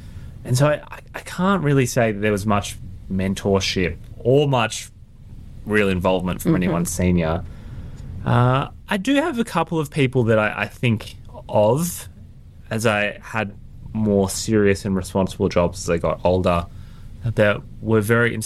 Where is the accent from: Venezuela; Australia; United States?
Australia; Canberra, Australian Capital Territory; I grew up in Canberra.